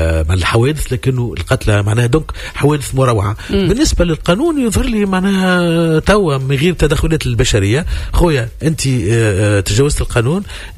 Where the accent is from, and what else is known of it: Tunisia